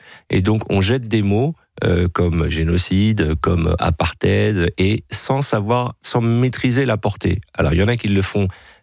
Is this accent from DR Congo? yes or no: no; France; Je suis un Français. Les gens oublient que je suis Français. Je suis Français avant d'être juif